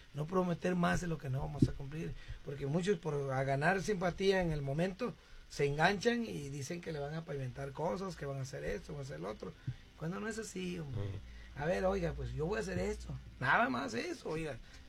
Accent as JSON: {"language": "Spanish", "region": "Tabasco", "country": "Mexico", "lives_now": "Ciudad Juárez, Mexico", "said": "Y venimos de Tabasco."}